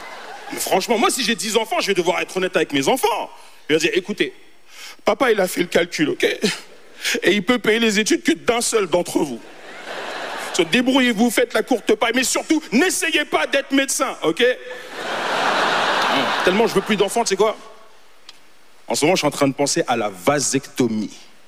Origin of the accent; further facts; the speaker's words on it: Montreal, Quebec, Canada; Moi, je viens de Montréal.